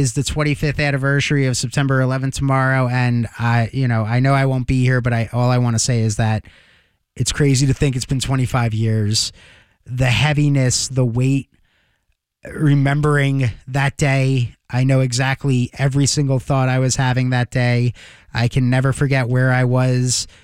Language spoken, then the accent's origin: English; Long Island, New York, United States; moved away; I grew up on Long Island. I was no more than an hour away from the city when those planes struck those towers.